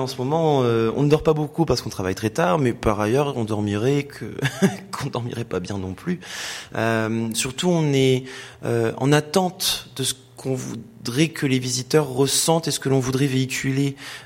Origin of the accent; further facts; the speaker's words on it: northern France, France; accent: pointu; Bah, écoutez, moi, je viens du nord de la France, hein, j'ai l'accent pointu.